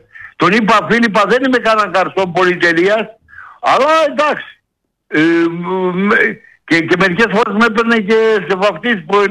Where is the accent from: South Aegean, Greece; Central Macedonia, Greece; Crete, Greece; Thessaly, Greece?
Central Macedonia, Greece; Skydra; Φίλοι είμαστε από τη Σκίδρα.